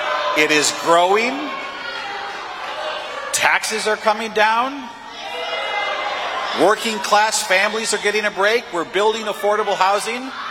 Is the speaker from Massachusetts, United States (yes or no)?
no; Norfolk, Nebraska, United States; I grew up in Norfolk, Nebraska. I was a Cub Scout.